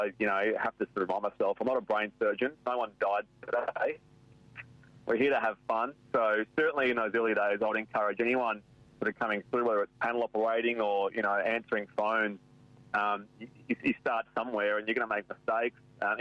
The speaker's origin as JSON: {"language": "English", "town": "Bibra Lake", "region": "Western Australia", "country": "Australia", "tie": "born or raised there", "said": "this is a far cry from, you know, growing up in Bibra Lake"}